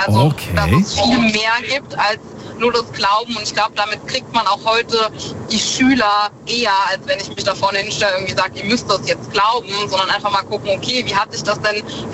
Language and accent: German; Osann-Monzel, Rhineland-Palatinate, Germany; Hi, aus Osernmunzel an der Mosel bei Trier.